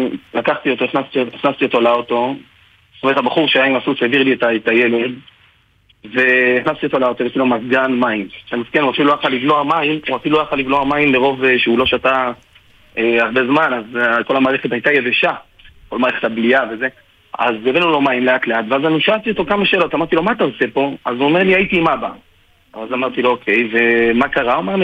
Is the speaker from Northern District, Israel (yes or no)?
no; Ashdod, Southern District, Israel; אני מאשדוד.